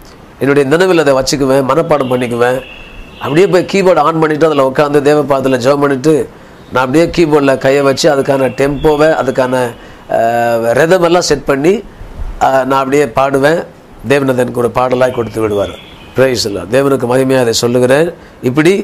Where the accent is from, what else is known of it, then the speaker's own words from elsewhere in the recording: Gummidipoondi, Tamil Nadu, India; நான் பிறந்து வளர்ந்ததெல்லாம் குமிடி பூண்டி தான், ஒரு சின்ன ஒரு வில்லேஜ், ஒரு அது பேர் வெட்டு காலனி.